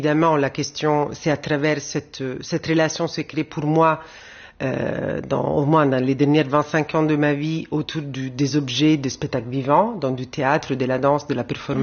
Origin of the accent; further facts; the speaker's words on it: Rome, Lazio, Italy; Moi, j'ai grandi à Rome et j'étais adolescente, disons, dans les années 90.